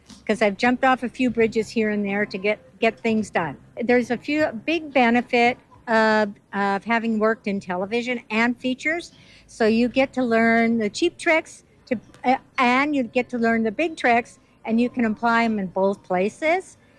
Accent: Edmonton, Alberta, Canada; I started my career in Alberta. I'm originally from Edmonton and a partner at Kicking Horse.

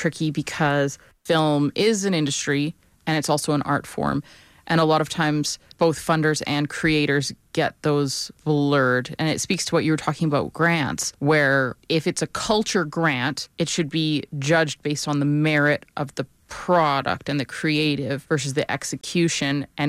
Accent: Calgary, Alberta, Canada; really believe in truly Albertan and prairie stories, you know, and I have a very unique lens being born and raised in Calgary too

